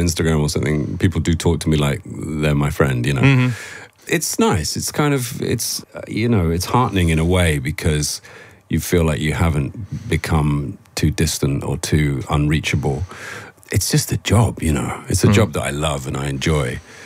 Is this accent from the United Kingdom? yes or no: yes; United Kingdom; and a healthy cynicism, I think, which is easy as a Brit, isn't it?